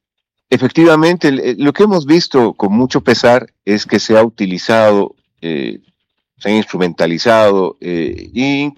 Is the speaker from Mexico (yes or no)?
no; Bolivia